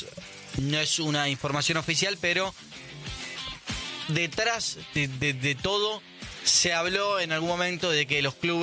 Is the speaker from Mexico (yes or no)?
no; Argentina; Siempre soy argentino.